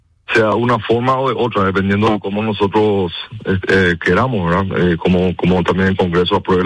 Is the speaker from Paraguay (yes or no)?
yes; Paraguay